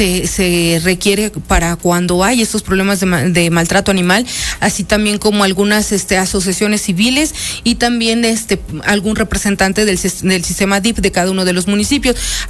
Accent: Zacapoaxtla, Puebla, Mexico; porque es donde yo soy de Zacapuaxtla

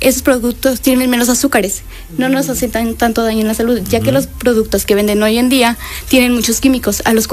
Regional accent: San Salvador Huixcolotla, Puebla, Mexico; yo soy originaria de San Salvador, Huixcolocla. Huixcolocla es muy conocido por la central de bastos.

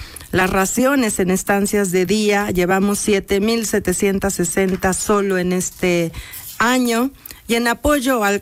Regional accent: San Martín, Mexico; es mi casa. ¿No? Mi tierra.

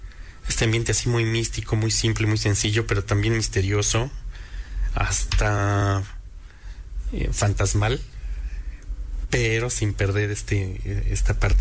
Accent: Mexico City, Mexico; ya todo el mundo sabe que soy chilango

